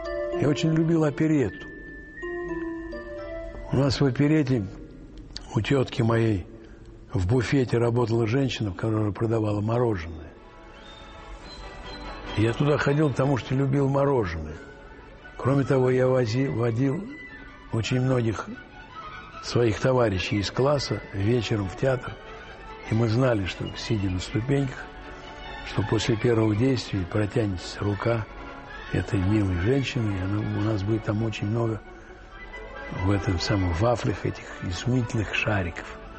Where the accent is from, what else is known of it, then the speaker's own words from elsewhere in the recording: Moscow, Russia; Дряной москвич. Родился я на Матросской тишине, который напротив психиатрической больницы, тюрьмы, рынка.